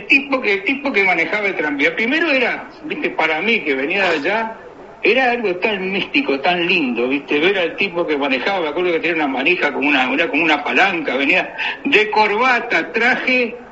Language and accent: Spanish; Montevideo, Uruguay; born there; also born or lived in La Figurita, Montevideo; yo nací en Peñarol